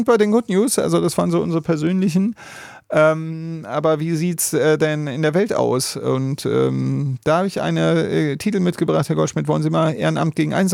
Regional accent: Wetzlar, Hesse, Germany; born there; aber ich bin in Wetzlar an der Lahn geboren.

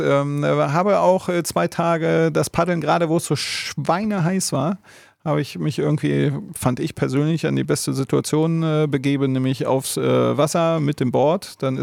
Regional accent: Wetzlar, Hesse, Germany; born there; Ja, aber ich bin in Wetzlar an der Lahn geboren.

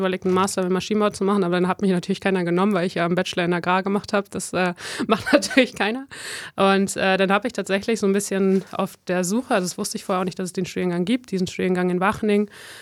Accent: Netherlands; now in Germany

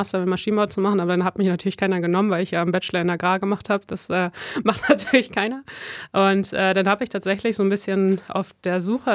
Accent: Netherlands; now in Germany

